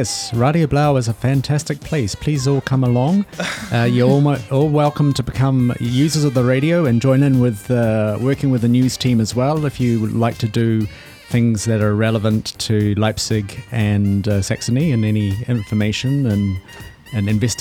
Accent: New Zealand; moved away; Ich komme aus Aotearoa, Neuseeland

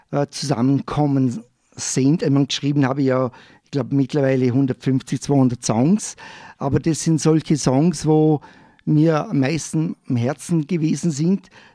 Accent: Vorarlberg, Austria; ich komme ja auch aus Vorarlberg

